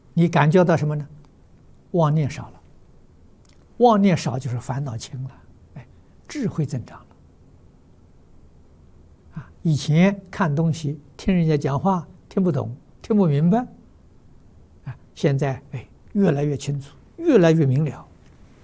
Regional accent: China; 在我们中国，我小时候住在农村

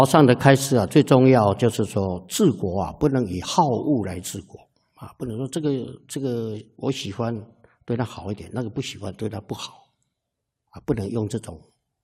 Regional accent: Taiwan; 这个呢都是造成我们台湾人民的伤害我们真的是无辜的。

